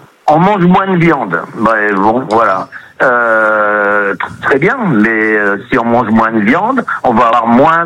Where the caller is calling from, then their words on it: France; Je vis en France